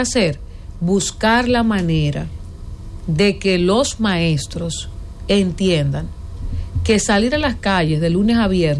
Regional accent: La Vega, Dominican Republic; moved away; yo como vegana, estoy hablando de mi pueblo, donde yo voto todavía

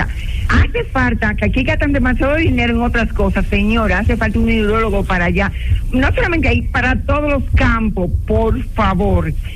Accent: Macorís, Dominican Republic; yo soy de Macorís

